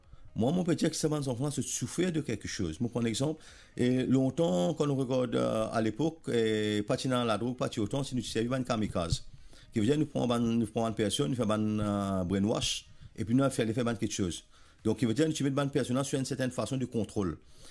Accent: Mauritius; Mais en tant que Mauricien, en tant que citoyen, moi je n'ai pas le droit de laisser mon pays brûler.

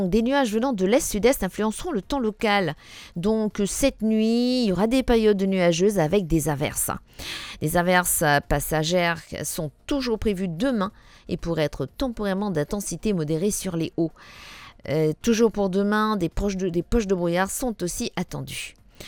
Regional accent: Mauritius

